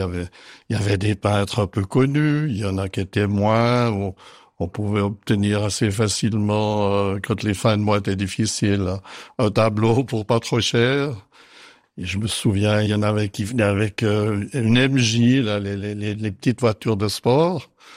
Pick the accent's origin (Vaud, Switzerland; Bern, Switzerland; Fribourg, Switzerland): Vaud, Switzerland; Saint-Saphorin; born there; Alors moi, je suis né au Burignon, donc mon père était vigneron pour la commune de Lausanne, au domaine du Burignon.